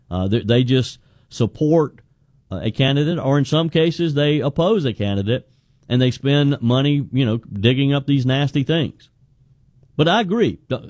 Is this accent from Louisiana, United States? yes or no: no; South Carolina, United States; Mario is in my home state of South Carolina.